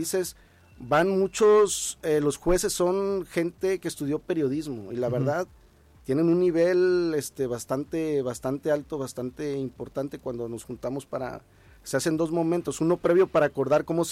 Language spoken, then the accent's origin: Spanish; Colima, Mexico; Yo así lo hacía en mi niñez, yo vivía en el Diezmo